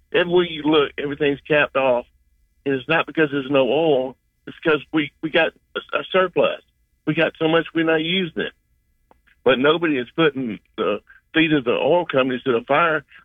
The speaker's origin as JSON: {"language": "English", "region": "Louisiana", "country": "United States", "tie": "born or raised there", "said": "I was raised in Louisiana."}